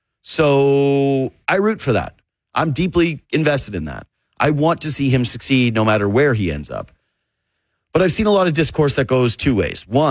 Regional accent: Whitehorse, Yukon, Canada; moved away; I'm from Whitehorse, Yukon

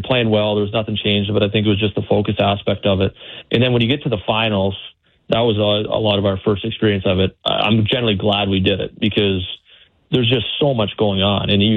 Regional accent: New Brunswick, Canada; I'm from New Brunswick, so it's really not too far away.

